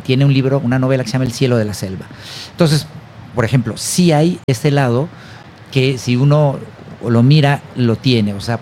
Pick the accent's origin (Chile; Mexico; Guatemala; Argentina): Mexico; Guadalajara, Jalisco; moved away as an adult; now in Mexico City, Mexico; yo en concreto soy más urbano, ¿sí? Y crecí en Guadalajara y vivo hace 22 años en la Ciudad de México.